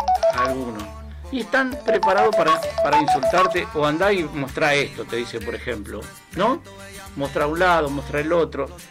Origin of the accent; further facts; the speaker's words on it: Ezeiza, Buenos Aires Province, Argentina; No, es acá, es Seiza. Nosotros somos de Seiza.